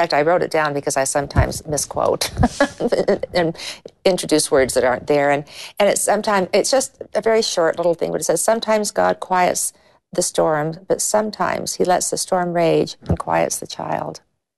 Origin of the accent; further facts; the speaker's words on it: California, United States; And growing up in California, not a world that was always easy to live as members of the church.